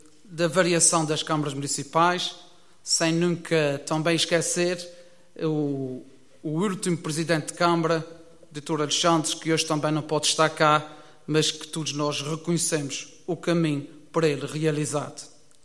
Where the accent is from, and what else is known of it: Ribeira Grande, Azores, Portugal; born or raised there